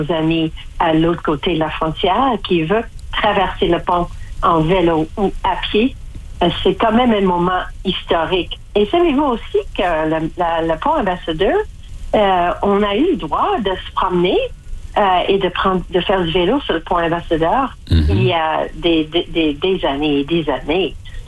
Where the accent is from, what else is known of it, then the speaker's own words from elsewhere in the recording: Windsor, Ontario, Canada; je suis de Windsor